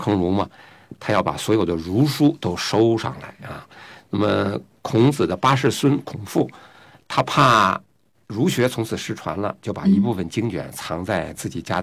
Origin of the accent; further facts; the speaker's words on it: China